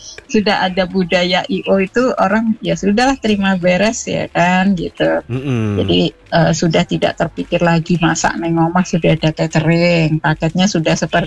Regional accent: Malang, East Java, Indonesia; Saya nggak pernah diakuin kalau orang Malang. Kalau di sini mereka nggak percaya kalau saya itu orang Malang, katanya logatnya udah hilang gitu.

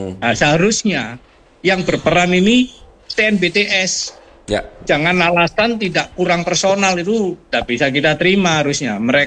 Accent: Malang, East Java, Indonesia; Dan ya maaf, walaupun saya orang Malang sendiri, yang kurang tertib itu di kawasan Malang memang.

